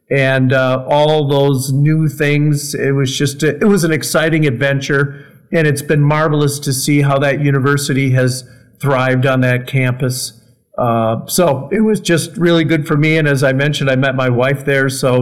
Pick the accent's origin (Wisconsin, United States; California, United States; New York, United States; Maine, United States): Wisconsin, United States; Watertown; I grew up in Watertown, Wisconsin, just in between Milwaukee and Madison, and actually in a little village called Pipersville, which is just a little burg with a bar.